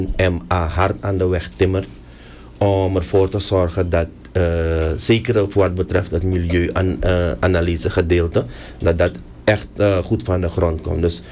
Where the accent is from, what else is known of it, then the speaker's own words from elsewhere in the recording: Suriname; En ik ben een Surinamer